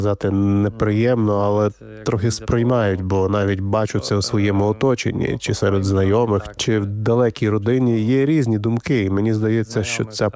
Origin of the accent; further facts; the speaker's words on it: Poland; Ukrainian is a second language; лише через деякий час згадую, що я з Польщі